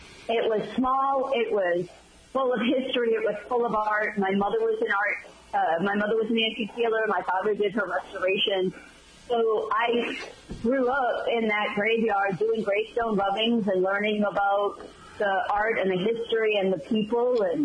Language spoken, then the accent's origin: English; Massachusetts, United States; So I will say I basically grew up in the cemetery. I grew up in Central Massachusetts. Mm-hmm. I am of a certain age